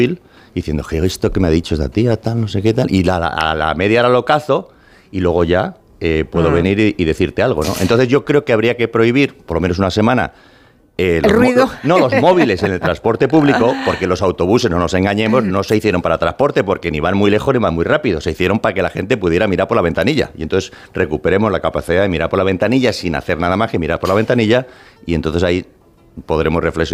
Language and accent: Spanish; Spain; now in United States; yo soy ciudadano americano, soy español, porque nací aquí y tal, y fui al Colegio de los Sagrados Corazones